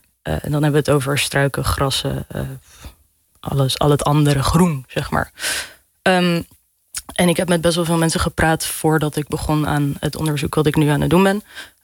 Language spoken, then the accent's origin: Dutch; Rotterdam, South Holland, Netherlands; Nee, ik kom uit Rotterdam.